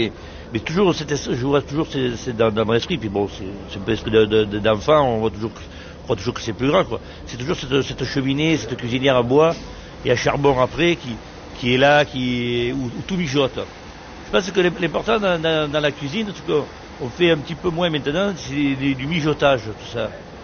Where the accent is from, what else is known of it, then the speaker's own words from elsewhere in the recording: Provence-Alpes-Côte d'Azur, France; Moi, j'aime bien travailler les légumes parce que bon, chez nous, en Provence, on a beaucoup de légumes et de bons légumes.